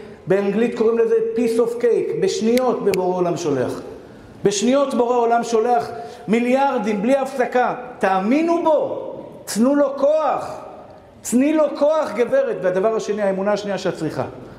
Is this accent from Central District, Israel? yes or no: yes; Bnei Brak, Central District, Israel